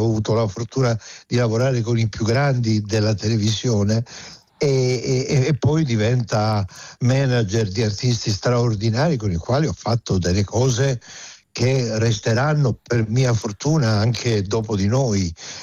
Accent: Calabria, Italy; sono un calabrese, tu lo sai, calabresi, poi sono un calabrese salesiano.

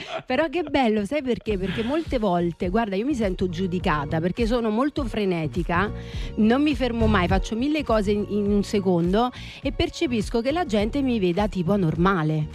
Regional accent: Campania, Italy; Io sono della provincia di Napoli e sono napoletana

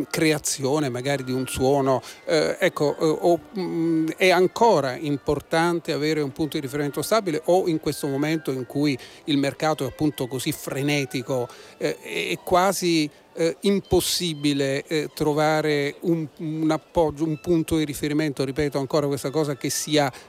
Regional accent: Naples, Campania, Italy; da napoletani per quanto mi riguarda.

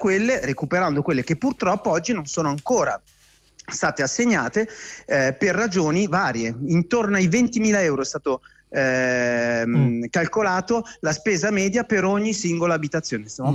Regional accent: Milan, Lombardy, Italy; accent: Milanese; Io sono milanese, come sapete e sentite dal mio accento

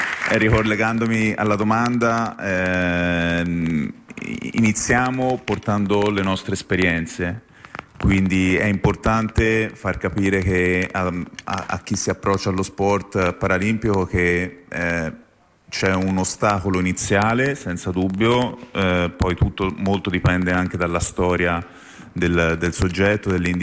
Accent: Florence, Tuscany, Italy; Io sono di Firenze, la neve a Firenze non la vediamo ante 2010

